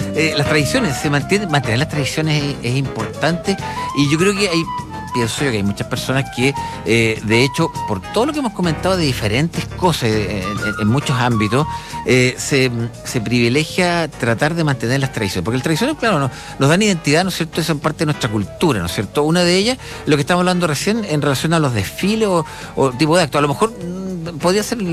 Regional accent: Chile; Es importante nosotros como chilenos

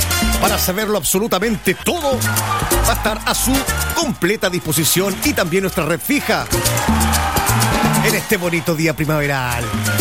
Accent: Chile; como buenos chilenos y patriotas que somos

